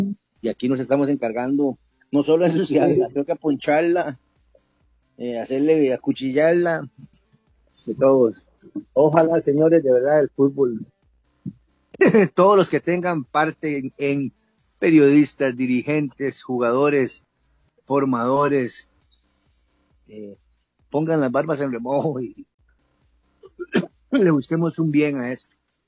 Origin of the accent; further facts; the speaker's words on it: Costa Rica; Que no podemos como costarricenses, como el simple aficionado, andar con la camiseta de la selección puesta.